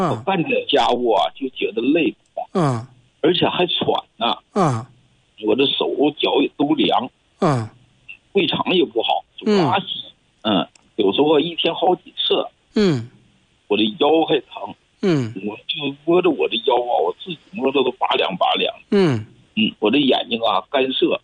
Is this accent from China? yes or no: yes; Jilin, China; 郑老师，我是吉林的。